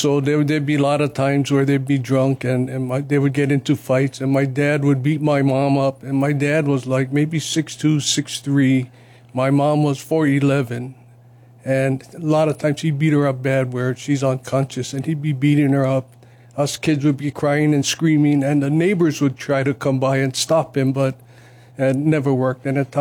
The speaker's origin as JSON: {"language": "English", "town": "Honolulu", "region": "Hawaii", "country": "United States", "tie": "born or raised there", "said": "I grew up right next door to where the Hawaii Convention Center is. It used to be Aloha Motors was there while I was growing up."}